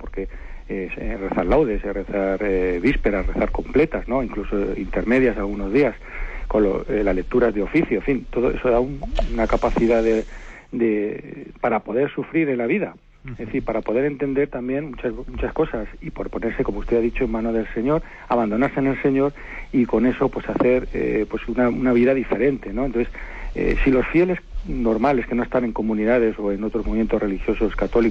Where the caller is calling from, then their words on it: Zaragoza, Aragon, Spain; de Zaragoza.